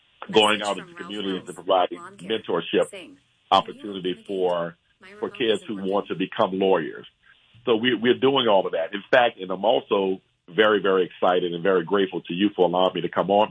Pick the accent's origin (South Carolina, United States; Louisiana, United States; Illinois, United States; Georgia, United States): Louisiana, United States; I'm from Louisiana